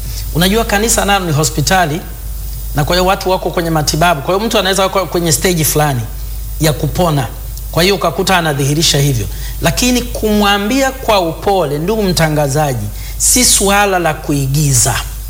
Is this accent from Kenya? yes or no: no; Tanzania; Najua nilikuwa nimetoka Tanzania, kwa hiyo ni mgeni kutoka mbali